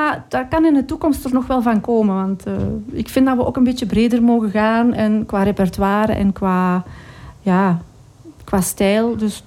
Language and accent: Dutch; Meerhout, Flanders, Belgium; accent: Kempen; Ik kom uit de Kempen, je zult dat wel horen, uit Meerhout. Dat is niet ver van hier.